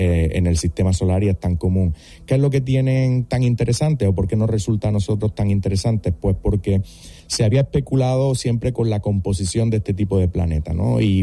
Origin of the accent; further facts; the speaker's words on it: Andalusia, Spain; moved away as an adult; en mi tierra, en Andalucía